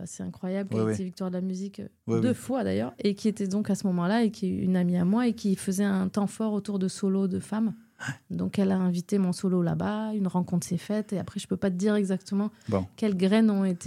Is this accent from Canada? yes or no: no; Occitanie, France; je suis originaire d'ici, pas de Rabastens, mais de pas bien loin.